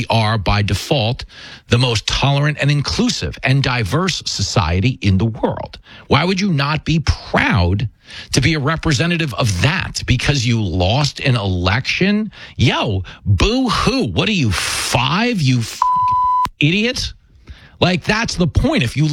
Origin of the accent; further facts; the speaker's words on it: Levittown, New York, United States; When I was raised in Levittown, New York, Strong Island. Okay, I was growing up in the 80s.